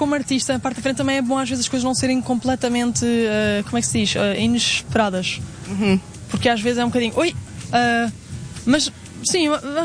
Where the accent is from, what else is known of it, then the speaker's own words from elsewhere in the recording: Lisbon, Portugal; eu cresci em Lisboa a vida toda, os primeiros 20 anos da minha vida, nunca vivi noutro lugar